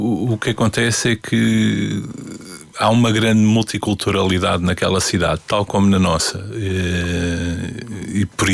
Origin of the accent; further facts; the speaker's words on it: Lisbon, Portugal; born there; Nasci no Príncipe Real.